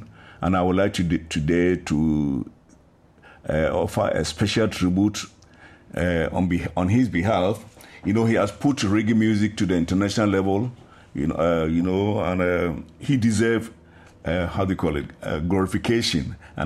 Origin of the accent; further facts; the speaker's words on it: Ghana; now in Germany; He's from Ghana, in Ivory Coast, and I'm from Ghana.